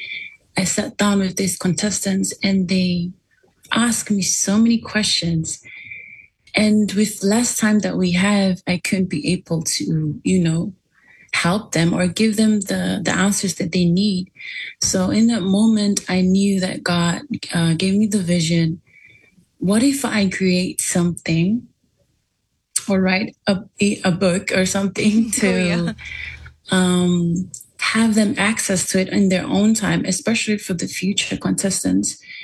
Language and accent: English; Vava'u, Tonga; I hail all the way from the Kingdom of Tonga, originally from my paradise home, Ova'o, also known as Kololo Alai Valu.